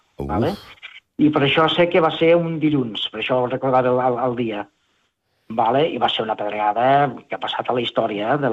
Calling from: Tàrrega, Catalonia, Spain; aquí, a Tàrrega

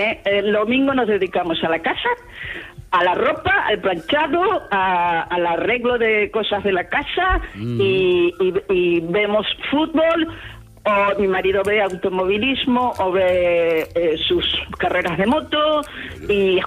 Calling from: Barcelona, Catalonia, Spain; de Barcelona.

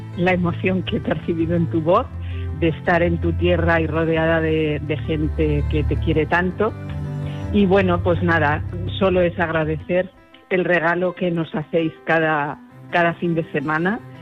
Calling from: Valencia, Valencian Community, Spain; Muchísimas gracias por todo. … de Valencia.

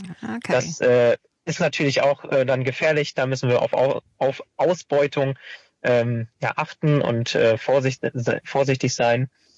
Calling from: Bad Laer, Lower Saxony, Germany

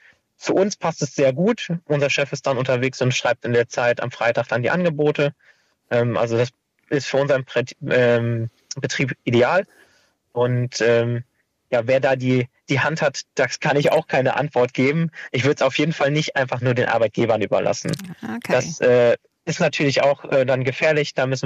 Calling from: Bad Laer, Lower Saxony, Germany; Bad Lahr, das ist genau 8 Kilometer von der Grenze entfernt.

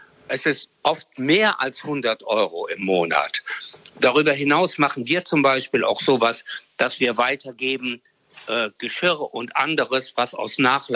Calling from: Lower Saxony, Germany; jedenfalls in Niedersachsen, ich komme aus Niedersachsen

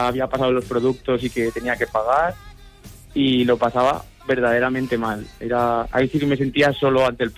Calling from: Zaragoza, Aragon, Spain; de Zaragoza.

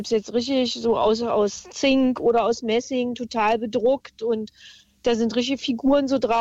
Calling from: Saxony-Anhalt, Germany; Ich bin aus der Nähe von Magdeburg.

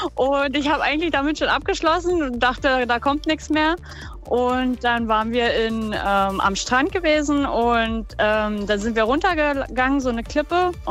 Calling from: Finsterwalde, Brandenburg, Germany; aus Finsterwalde. Also eigentlich aus Finsterwalde, aber ich rufe aus Finsterwalde an.

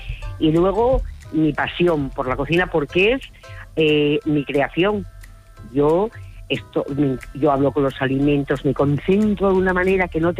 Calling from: Oviedo, Asturias, Spain; Soy de Oviedo, mira. A mí me pone cocinar.

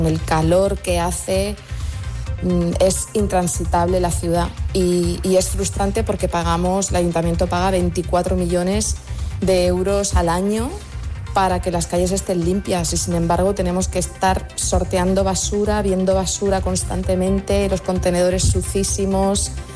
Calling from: Torrevieja, Valencian Community, Spain; Yo soy vecina de Torrevieja

